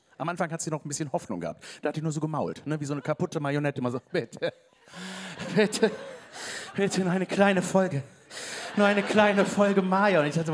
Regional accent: Cologne, North Rhine-Westphalia, Germany; accent: Kölsch; Wow, das ist Köln. Das mag ich. Dach Köln. Ich mag auch unseren Dialekt.

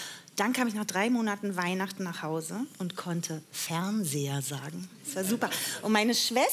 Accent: Witten, North Rhine-Westphalia, Germany; now in Berlin, Germany; vielleicht kommt der Stadtteil meinem Ruhrgebiet am nächsten.

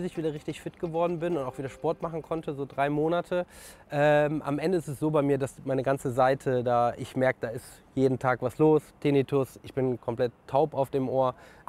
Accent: Cologne, North Rhine-Westphalia, Germany; Köln ist meine Heimat. Und ich habe immer gesagt, wenn ich einen Marathon laufe, dann in meiner Heimatstadt, hier, wo ich die Straßen kenne, wo ich die Leute kenne.

